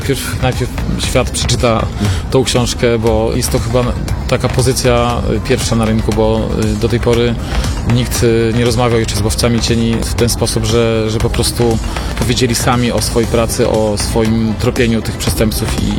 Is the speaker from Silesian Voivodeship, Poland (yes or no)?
no; Białystok, Podlaskie Voivodeship, Poland; born there; Dokładnie, ja jestem urodzony w Białymstoku. Tutaj też zaczynałem swoją pracę dziennikarską, więc zawsze do Białegostoku chętnie wracam.